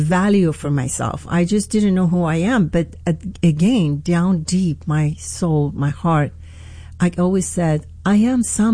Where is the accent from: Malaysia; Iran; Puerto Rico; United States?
Iran; moved away as an adult; So anyway, I grew up in Iran for 21 years. I was born in Iran.